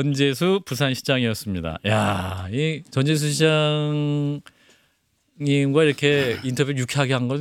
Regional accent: Daegu, South Korea; 고향은 대구예요.

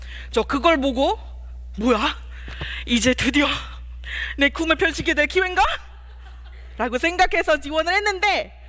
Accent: Malaysia; Korean is a second language; 저는 말레이시아에서 왔어요

